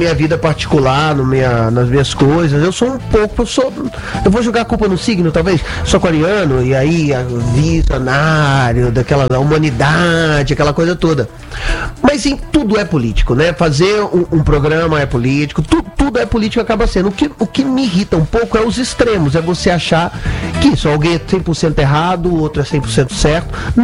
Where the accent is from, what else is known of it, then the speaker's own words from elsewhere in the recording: Minas Gerais, Brazil; now in China; Eu venho de Minas Gerais, então eu como. Mas ultimamente agora eu tô com enchendo pandu de biscoito da sorte, porque eu tô na China